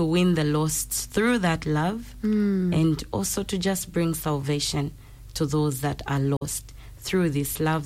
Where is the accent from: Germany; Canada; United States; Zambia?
Zambia; We are all from Zambia.